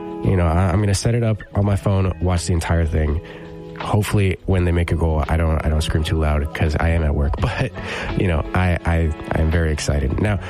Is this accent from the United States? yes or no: no; Argentina; I am from Argentina.